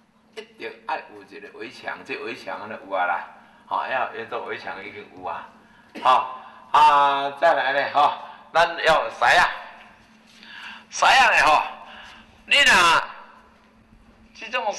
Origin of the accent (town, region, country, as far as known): Taiwan